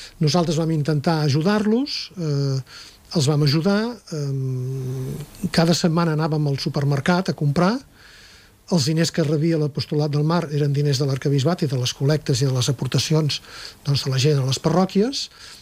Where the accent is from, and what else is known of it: Catalonia, Spain; born or raised there